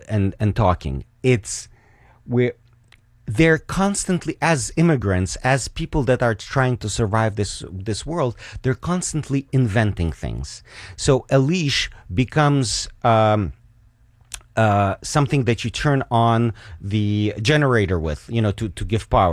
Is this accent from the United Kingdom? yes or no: no; Ukraine; And generators, you know, in Ukraine, they're extremely, I'm from Ukraine originally, and they're extremely important.